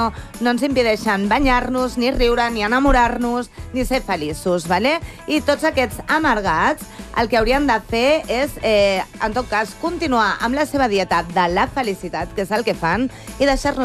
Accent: Barcelona, Catalonia, Spain; accent: Barcelona Catalan; Perdó, que el meu català és català de Barcelona. És una barreja.

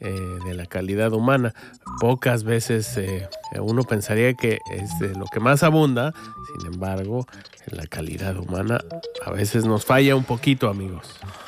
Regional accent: Mexico; Yo soy de México y cuando iba a España

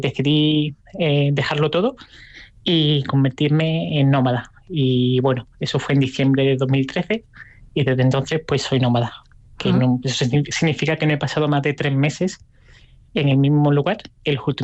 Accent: Málaga, Andalusia, Spain; moved away as an adult; also born or lived in United States; soy originalmente de Málaga y me fui de Málaga hace bastante tiempo, con 20 años, estuve viviendo en diferentes lugares y viví 5 años en Estados Unidos

